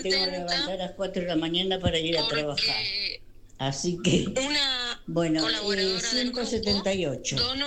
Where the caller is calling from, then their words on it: Argentina; soy argentina